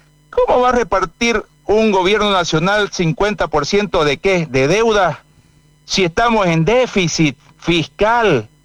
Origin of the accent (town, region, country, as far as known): Montero, Santa Cruz, Bolivia